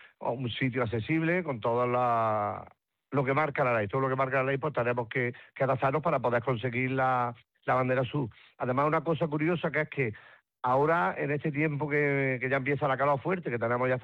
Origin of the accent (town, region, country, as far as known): Córdoba, Andalusia, Spain